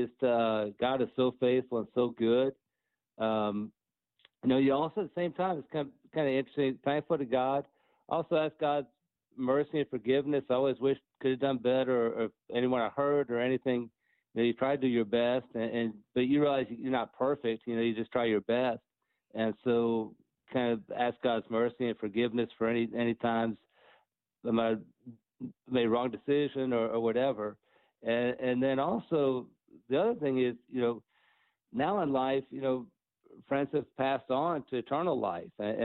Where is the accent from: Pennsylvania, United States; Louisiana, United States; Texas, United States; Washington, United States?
Texas, United States; also born or lived in Coral Gables, Florida; And I grew up in Texas, and you know, we moved to Texas in 1971. I was 8 years old, went to Catholic school there. St. Cecilia was a school.